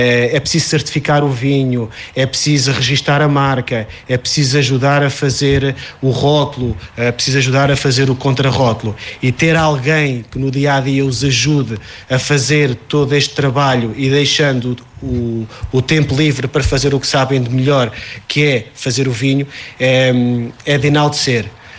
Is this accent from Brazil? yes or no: no; Proença Nova, Centro, Portugal; também sou de cá, embora trabalhe numa adega da região norte da Beira Interior, em Figueira de Castelo Rodrigo, mas eu sou daqui, sou de Proença Nova